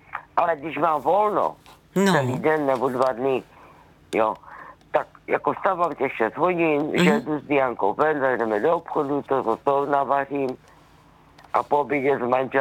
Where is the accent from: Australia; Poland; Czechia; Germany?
Poland; Czech is a second language